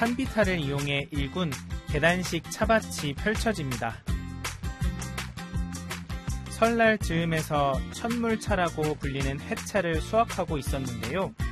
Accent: South Korea; 저 한국에서 왔어요.

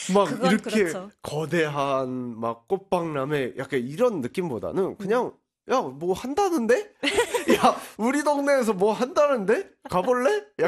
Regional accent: Goyang, Gyeonggi Province, South Korea; 제가 일산 사람이라 그런지는 모르겠지만

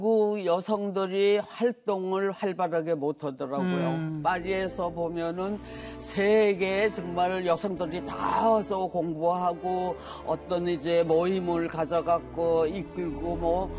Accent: Anbyon, Kangwon, North Korea; also born or lived in Wonsan; 어렸을 때 저는 원산이 고향이에요. 예, 원산에서 태어났는데 집 사정에 의해서 거기서 좀 가까운 안변이라는 데를 가게 됐어요.

